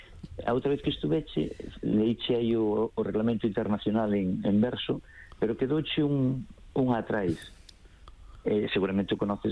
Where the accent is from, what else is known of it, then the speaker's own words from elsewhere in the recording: Doniños, Galicia, Spain; Ademais, por decisión dela vai ser na miña parroquia natal, vai ser en Doniños.